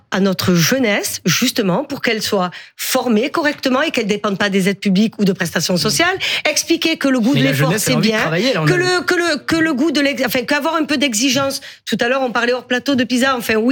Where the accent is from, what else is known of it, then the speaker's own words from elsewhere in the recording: France; On est français, on est un grand pays, on est capable de s'en sortir, on est capable de trouver des consensus.